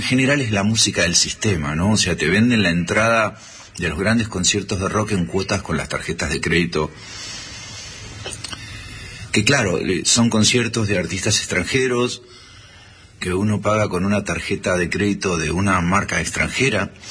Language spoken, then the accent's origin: Spanish; Grand Bourg, Buenos Aires Province, Argentina; De Granbur. Y en Granbur había muchas colonias.